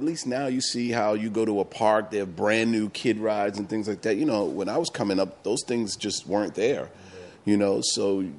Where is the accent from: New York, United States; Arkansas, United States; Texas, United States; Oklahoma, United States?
New York, United States; New York City; So I'm born and raised in the Bronx, you know, shout out to the Bronx, New York. You know, and in my era, I guess I'm second generation hip hop because I'm giving away my age. I'm 54 now.